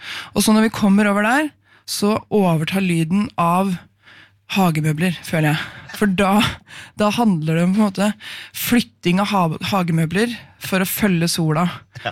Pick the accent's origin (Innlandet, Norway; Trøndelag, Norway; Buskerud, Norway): Innlandet, Norway; Det gjør ikke vi på innlandet.